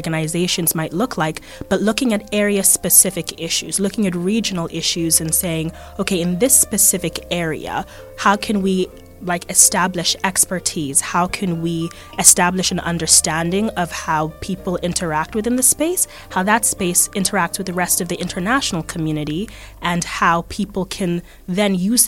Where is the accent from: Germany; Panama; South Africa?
South Africa; also born or lived in Washington, D.C., United States; now in Pittsburgh, United States; I was born here in Washington, D.C. My parents are Nigerian, and I grew up in South Africa, and that's where I was living for the last about 17 years.